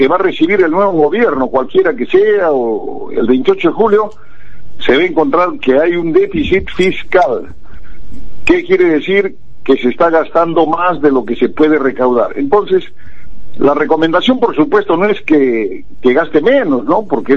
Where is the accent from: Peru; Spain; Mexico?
Peru